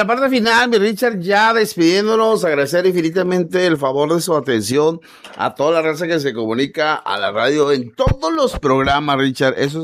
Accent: Manzanillo, Colima, Mexico; Y a mí me da mucho gusto presentar a gente de mi pueblo.

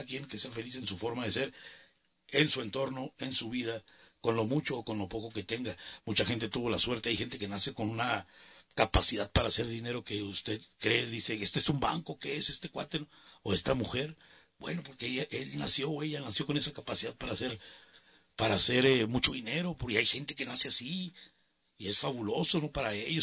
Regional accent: Mexico; nosotros todos los hispanos somos latinos, somos mexicanos, orgullosos de serlo.

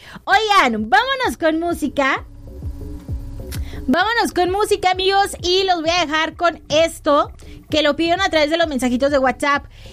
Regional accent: Mexico; celebrar que somos mexicanos

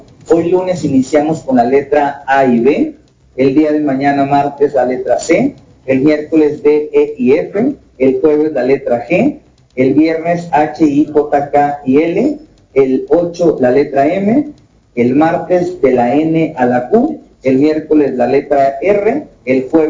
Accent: Mexico; nos unamos como mexicanos

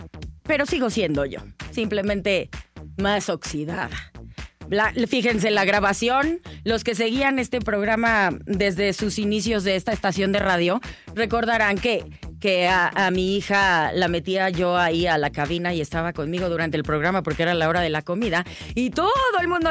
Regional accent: Guadalajara, Jalisco, Mexico; el público hermoso de mi tierra, Guadalajara, Jalisco

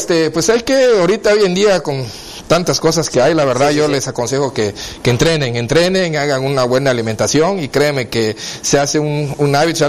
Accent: Campeche, Mexico; soy oriundo de Campeche. Toda mi lucha la empecé allá en la ciudad de Campeche, Mérida y Cancún.

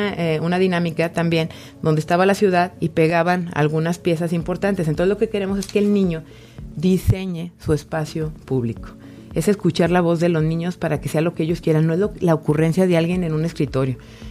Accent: León, Guanajuato, Mexico; en León tenemos grandes raíces de identidad, pero también fuertes alas para volar que nos da la historia

